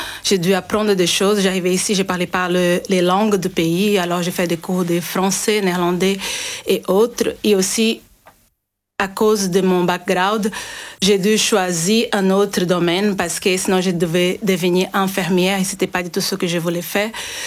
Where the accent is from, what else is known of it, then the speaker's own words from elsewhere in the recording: Brazil; French is a second language; moved away as an adult; now in Belgium; je suis originaire du Brésil. Et je suis en Belgique depuis un petit peu de temps.